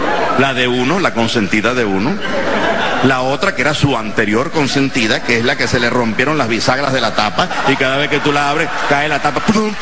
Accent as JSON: {"language": "Spanish", "country": "Venezuela", "said": "los venezolanos somos generosos."}